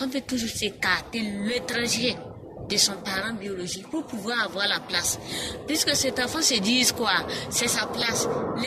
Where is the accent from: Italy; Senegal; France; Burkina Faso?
Burkina Faso; Chez nous, au Burkina Faso